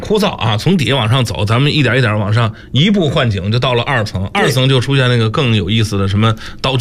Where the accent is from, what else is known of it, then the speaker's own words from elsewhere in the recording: Linqing, Shandong, China; 这是我们老家啊，这是临清